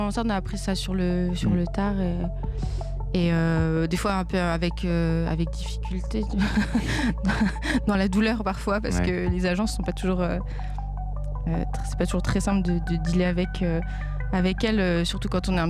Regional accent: Normandy, France; moved away; je suis de Normandie

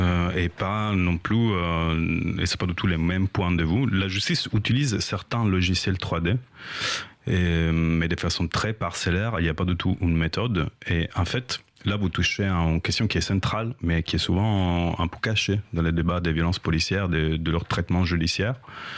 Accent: Italy; now in Paris, France; Très vite, je suis journaliste, je suis italien, mais je vis à Paris depuis longtemps

